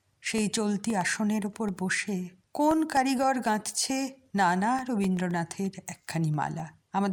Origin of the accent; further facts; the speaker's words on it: West Bengal, India; আমরা বাঙালি, বাংলার মানুষ